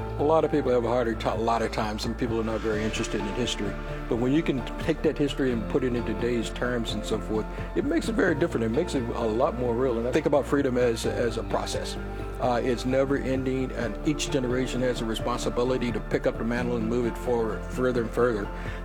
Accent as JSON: {"language": "English", "region": "Arkansas", "country": "United States", "tie": "born or raised there", "said": "Well, I grew up in Arkansas, and I didn't hear much or anything about Juneteenth."}